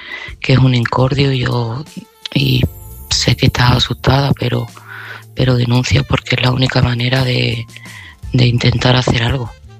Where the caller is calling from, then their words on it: Seville, Andalusia, Spain; de Sevilla y este mensaje va para Ángeles.